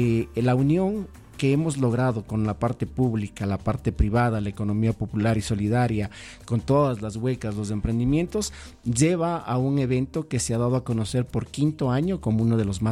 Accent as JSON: {"language": "Spanish", "town": "Quito", "region": "Pichincha", "country": "Ecuador", "said": "porque hay cosas que se han perdido como ecuatorianos, como quiteños."}